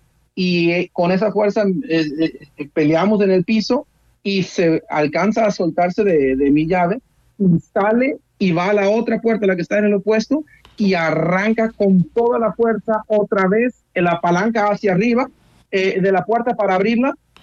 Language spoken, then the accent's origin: Spanish; Germany; Spanish is a second language; moved away as an adult; now in Colombia; Yo soy alemán, mi papá es italiano, pero lleva todo su vida en Alemania